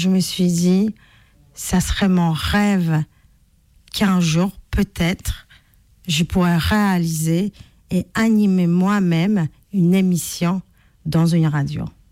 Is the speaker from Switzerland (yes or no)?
no; Poland; French is a second language; moved away as an adult; now in France; je suis née en Pologne en 1976.